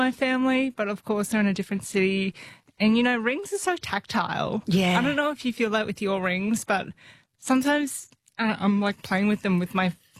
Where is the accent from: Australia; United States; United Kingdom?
Australia; Queensland; And I'm a Queenslander at heart. What do they say? You can take the girl out of Queensland, but you can't take Queensland out of the girl.